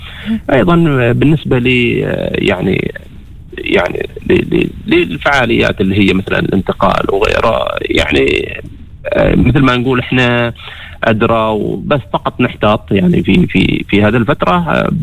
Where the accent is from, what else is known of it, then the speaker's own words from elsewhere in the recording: Oman; عز الصيف عندنا في سلطنة عمان.